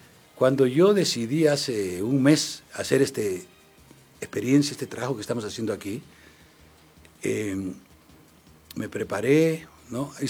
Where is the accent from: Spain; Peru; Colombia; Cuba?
Peru; now in United States; primero estuve en Arabia, luego en América Central. Yo soy peruano originalmente